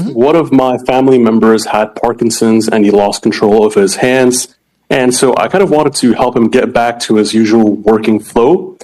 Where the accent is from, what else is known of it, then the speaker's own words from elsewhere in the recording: Indonesia; moved away as an adult; also born or lived in Singapore; now in San Francisco, United States; I'm originally Indonesian, and I moved to Singapore to study, but now I'm here in San Francisco